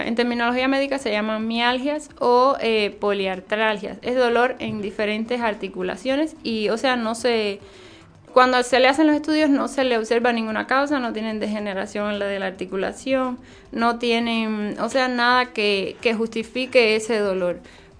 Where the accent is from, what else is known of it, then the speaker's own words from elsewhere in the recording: Cuba; moved away as an adult; now in Mexico; yo no soy mexicana, yo vengo de Cuba, estudié, o sea, estudié allá en Cuba la carrera, hice 2 años de medicina interna allá y acá hice una maestría, 2 años en ciencias de la nutrición.